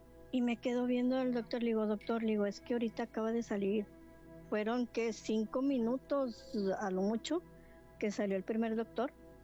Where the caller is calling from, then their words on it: Monterrey, Nuevo León, Mexico; Desde Monterrey, Nuevo León